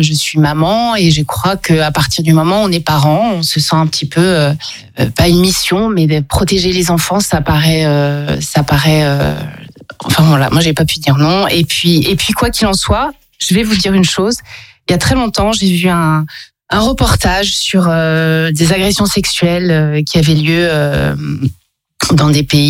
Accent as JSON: {"language": "French", "town": "Paris", "region": "Île-de-France", "country": "France", "moved": "as an adult", "lives_now": "Montpellier, France", "said": "puisque je suis parisienne."}